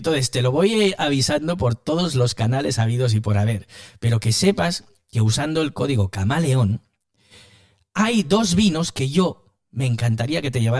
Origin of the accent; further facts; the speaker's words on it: Estepona, Andalusia, Spain